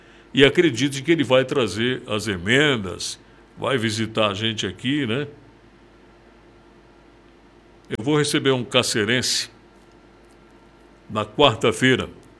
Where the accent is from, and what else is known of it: Brazil